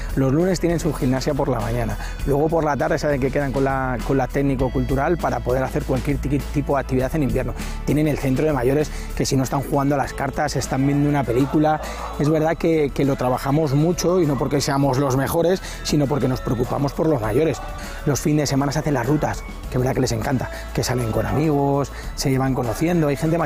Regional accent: La Cabrera, Community of Madrid, Spain; yo desde bien pequeñito, que yo nací en La Cabrera

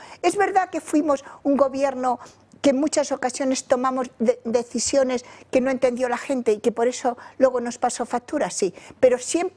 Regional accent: Spain; me siento orgullosa de ser española

